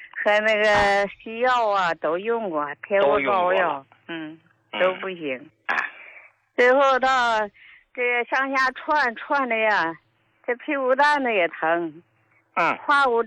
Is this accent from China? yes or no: yes; Qiqihar, Heilongjiang, China; 我是齐齐哈尔的。